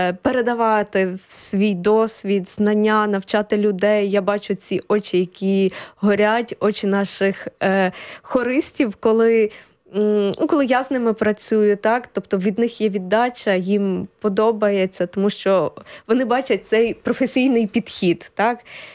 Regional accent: Ternopil Oblast, Ukraine; born or raised there; also born or lived in Kyiv

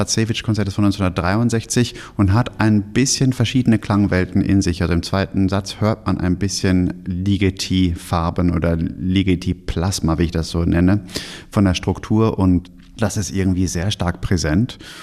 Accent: Germany; nachdem ich jetzt mein ganzes Leben in Deutschland gelebt habe. Ich bin ja in Deutschland geboren und aufgewachsen und ich habe natürlich schon einen Teil von mir, ist sicherlich in Frankreich.

